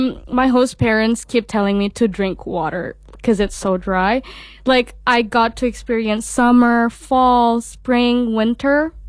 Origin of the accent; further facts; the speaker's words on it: Indonesia; English is a second language; like we came from Indonesia where it's only rainy day and sunny day, mm-hmm.